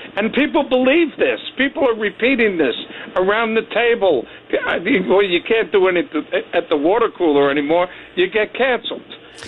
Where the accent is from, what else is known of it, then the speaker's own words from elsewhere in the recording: New York City, New York, United States; I'm from the Bronx.